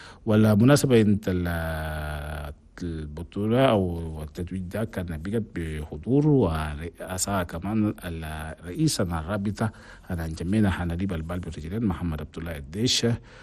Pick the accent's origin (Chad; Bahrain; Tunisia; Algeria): Chad; أنا بلدنا تشاد